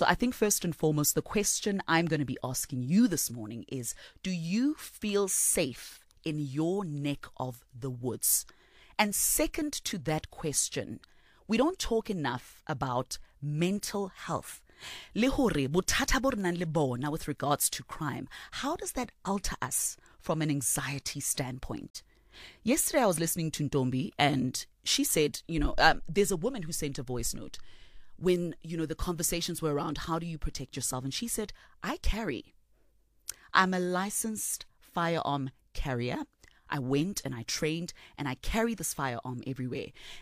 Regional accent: South Africa; our fear just as South African women is palpable and rife at the moment.

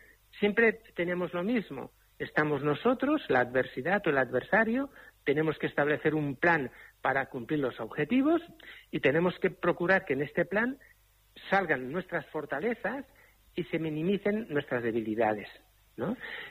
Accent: Cuenca, Castilla-La Mancha, Spain; moved away; en mi tierra, en Cuenca.

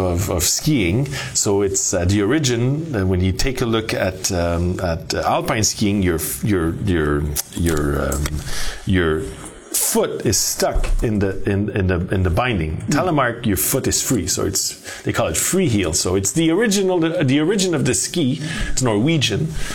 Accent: Montreal, Quebec, Canada; So I was born and raised in Montreal.

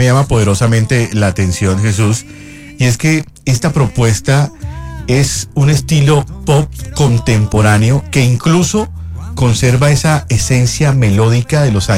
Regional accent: Barranquilla, Atlántico, Colombia; now in Bogotá, Colombia; Yo vengo de Barranquilla, pero también me enamoré de la hermosa y fría Bogotá.

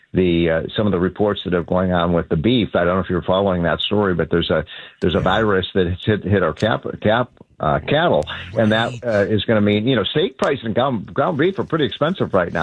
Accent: Chicago, Illinois, United States; as you know, Joe, I'm a Chicagoan.

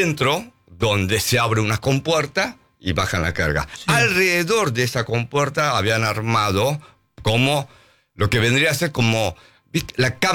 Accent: South Korea; now in Argentina; Éramos 40 familias que salimos de Corea.

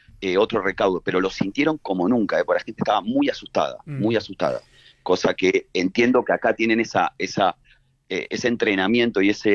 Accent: Buenos Aires, Argentina; lo único parecido que vivimos en Buenos Aires, yo soy de Buenos Aires, es algo en el 78

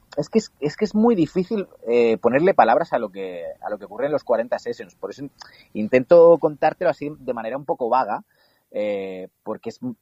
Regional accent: Vitoria, Basque Country, Spain; born there; sí que nací en Vitoria un poco de rebote porque mi padre estaba destinado allí trabajando en la radio.

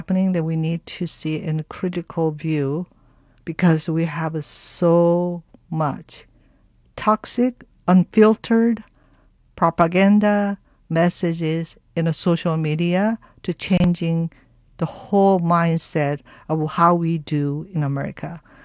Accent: South Korea; now in United States; And I'm from South Korea.

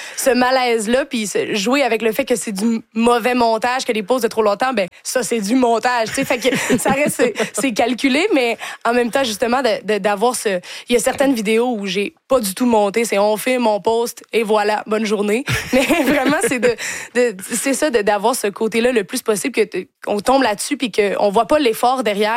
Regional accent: Quebec City, Quebec, Canada; now in Montreal, Canada; moi je viens de Québec, j'ai vu un petit peu des gens comme ça, puis je suis dans Hochelaga aussi

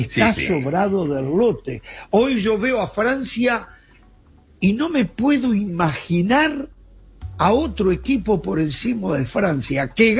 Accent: Uruguay

